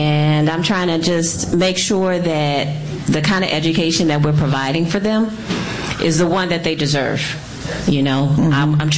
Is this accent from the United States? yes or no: yes; Detroit, Michigan, United States; You know, I grew up in Southwest Detroit, which I always say is like a little small town near Ecorse and River Rouge.